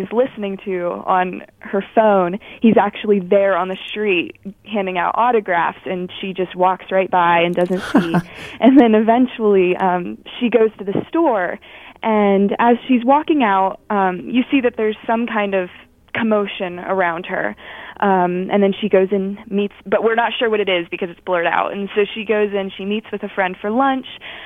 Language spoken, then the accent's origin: English; Bridgeville, Pennsylvania, United States